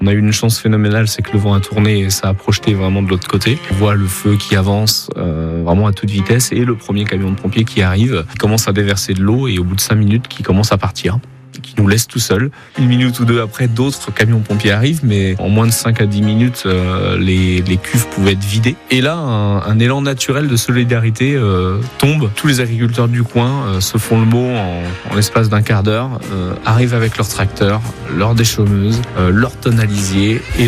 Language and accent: French; Auvers-le-Hamon, Pays de la Loire, France; J'ai grandi à Auvers-le-Hamont, donc à côté de Sablé-sur-Sarthe, bercé par la famille.